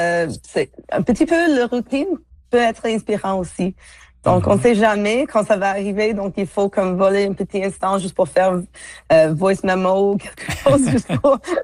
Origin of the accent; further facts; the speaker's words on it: Toronto, Ontario, Canada; born there; moi, je suis née dans la ville de Toronto. Je suis née à Toronto, je suis comme... A city girl